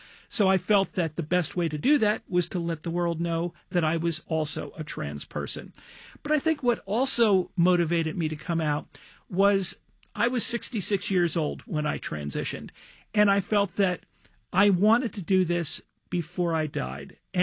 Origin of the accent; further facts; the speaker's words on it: Cranford, New Jersey, United States; I came out first at a public meeting in my hometown of Cranford, New Jersey.